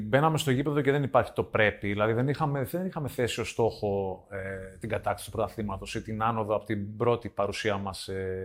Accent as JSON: {"language": "Greek", "town": "Rethymno", "region": "Crete", "country": "Greece", "tie": "born or raised there", "said": "ήξερα ότι κάποια στιγμή θέλω να επιστρέψω στο Ρέθυμνο και να προσφέρω στον τόπο μου"}